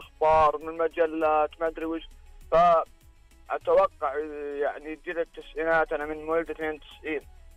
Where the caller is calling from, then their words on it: Al-Qassim, Saudi Arabia; accent: Qassimi; أنا من أهل القصيم